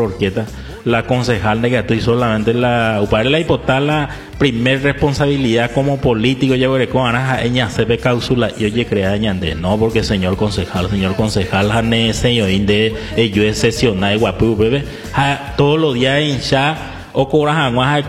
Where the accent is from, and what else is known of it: Paraguay